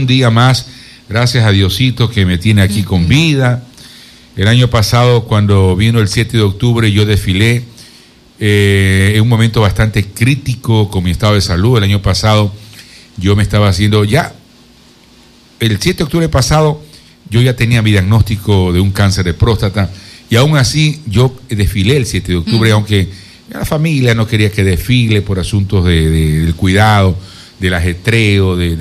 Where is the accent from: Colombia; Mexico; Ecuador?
Ecuador; Quevedo, Los Ríos; moved away as an adult; also born or lived in Guayaquil; Llegué emocionado a celebrar a mi tierra